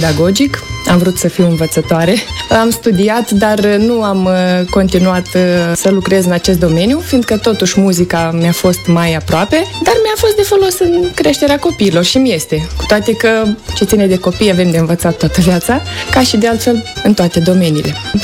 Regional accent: Chișinău, Moldova; De Baștină sunt din Chișinău, dar părinții vin din satul Suholuceni și Coropceni, raionul Telenești. De ce totdeauna menționez satele? Fiindcă chiar dacă m-am născut și am trăit în Chișinău, din totdeauna mi-a plăcut la sat.

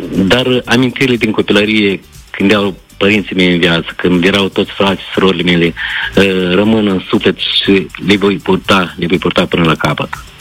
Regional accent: Rejeni, Telenești District, Moldova; satul meu de Baștină, din Răunul Telenești, unde m-am născut și am crescut, unde am umblat de scurs prin iarbă, un sat frumos, pitoresc, din inima Moldovei

